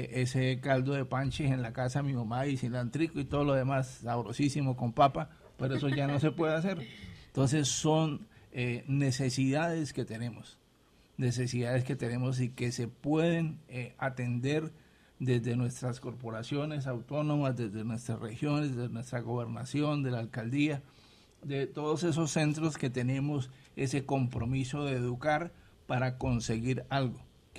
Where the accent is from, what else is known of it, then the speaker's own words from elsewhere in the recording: Norte de Santander, Colombia; yo vivía y pasé mi niñez en Ciudad Jardín y vivíamos ahí en Ciudad Jardín